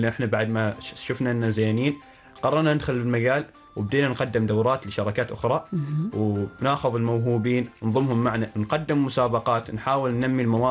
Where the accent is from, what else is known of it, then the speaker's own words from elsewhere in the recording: Oman; حتى بعد ما عرفوا ان احنا عمانيين استقبلونا بشكل جدا جميل